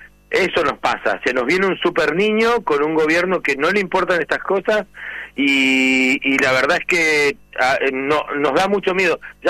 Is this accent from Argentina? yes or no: yes; Patagonia, Argentina; para nosotros los patagónicos, el agua es nuestro recurso más estratégico.